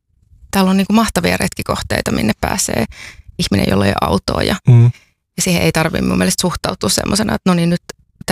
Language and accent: Finnish; Tohmajärvi, North Karelia, Finland; also born or lived in Joensuu; Joo, me on Tohmajärveltä kotoisin. Ja Joensuu on semmoinen nuoruuden kaupunki.